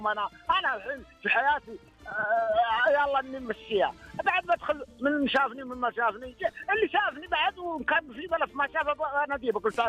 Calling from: Dammam, Eastern Province, Saudi Arabia; من الدمام.

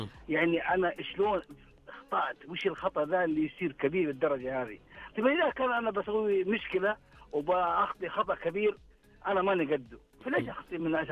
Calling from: Mecca, Makkah Province, Saudi Arabia; والله انا من مكه

